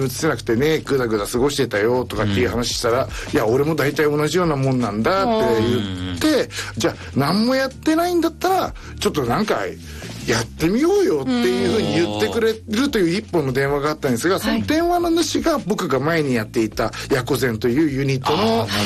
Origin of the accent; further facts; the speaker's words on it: Chiba, Japan; 私自身は千葉県千葉市出身なんですけど